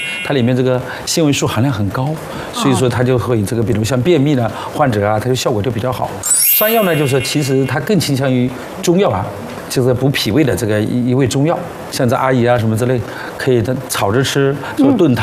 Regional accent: Jilin, China; 我来自于这个长白山哈，长白山脚下这个工作了三十年

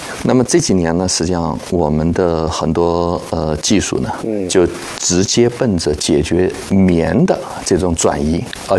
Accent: China; 我们中国人

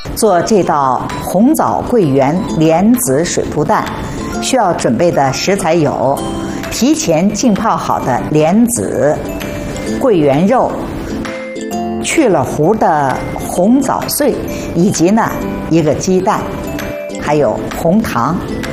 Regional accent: South China, China; 我们是南方人，我们那有鲜百合，北方人就得买干百合了

